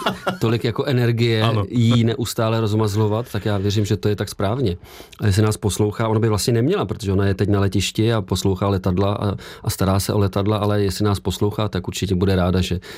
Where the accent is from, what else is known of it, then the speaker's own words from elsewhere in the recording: Prague, Czechia; also born or lived in Vsetín; já už od 3 let už jsem byl v Praze, takže já jsem vlastně dlouholetý Pražák, byť samozřejmě ten Valach se tam asi ve mně nějakým způsobem projeví.